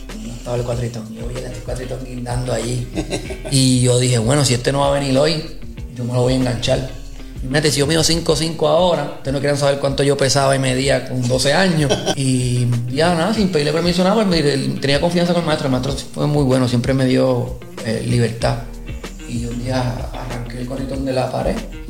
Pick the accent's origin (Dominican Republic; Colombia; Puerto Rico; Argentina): Puerto Rico; Gurabo; Yo me crié en Gurabo, en la calle 3 de la urbanización O'Reilly